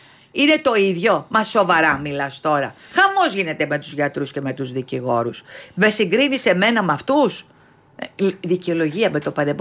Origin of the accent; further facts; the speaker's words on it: Greece; Εγώ δεν μπορώ στην πατρίδα μου την Ελλάδα να νιώθω ξένη. Νιώθω ξένη στην πατρίδα μου.